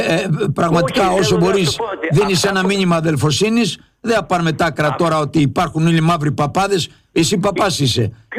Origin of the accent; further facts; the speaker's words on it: Englouvi, Ionian Islands, Greece; Εγώ είμαι από την Εγκλουβή εκεί που βγάζουν τη φακή δίπλα την Καριά.